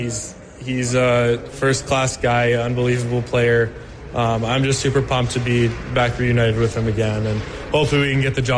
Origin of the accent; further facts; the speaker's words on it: Regina, Saskatchewan, Canada; I played growing up in Regina all my life, all the way from, I guess, 3, 4, 5 to midget AAA.